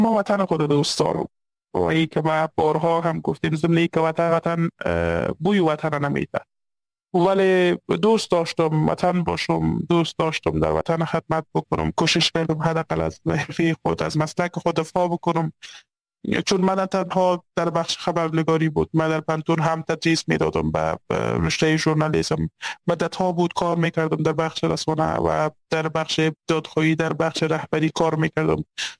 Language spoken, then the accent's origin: Persian; Afghanistan